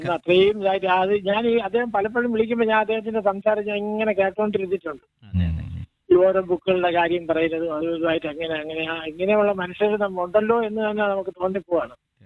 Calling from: Mundela, Kerala, India; വീട് മുണ്ടല.

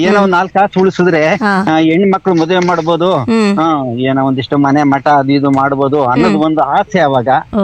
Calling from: Mandya, Karnataka, India; ಮಂಡ್ಯದಿಂದ

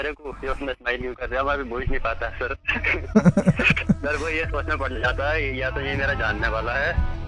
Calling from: Rampur, Uttar Pradesh, India; मैं जिला रामपुर ग्राम जहांगीरपुर से … आपसे बात कर रहा हूँ।

